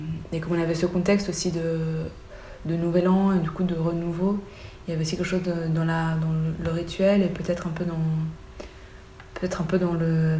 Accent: Belgium; comme je suis belge au thaï, pour des personnes blanches ou en Belgique

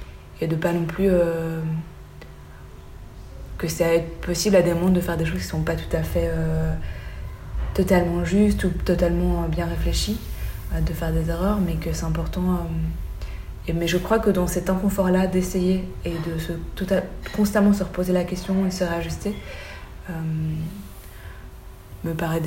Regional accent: Belgium; comme je suis belge au thaï, pour des personnes blanches, en Belgique, personne ne remettrait en question ma légitimité

